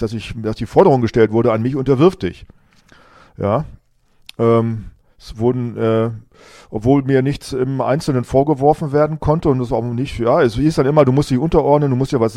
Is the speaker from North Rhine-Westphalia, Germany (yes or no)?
no; Rinteln, Lower Saxony, Germany; meiner damaligen Heimatgemeinde quasi meine Geburts- und Kinderstube, Geburtsgemeinde und Kinderstube, wo ich aufgewachsen bin. Das war meine Familie, die Jesusgemeinde in den Rinteln